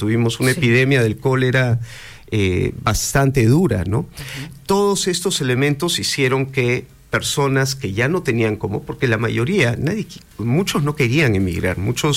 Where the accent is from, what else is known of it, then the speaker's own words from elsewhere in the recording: Peru; now in Mendoza, Argentina; uno de los episodios más difíciles de nuestro país